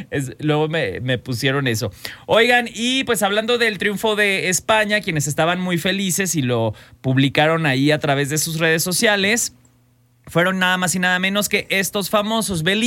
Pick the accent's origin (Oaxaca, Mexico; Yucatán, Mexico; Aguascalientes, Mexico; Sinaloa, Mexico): Aguascalientes, Mexico; now in Mexico City, Mexico; yo también hablo puro de Aguascalientes.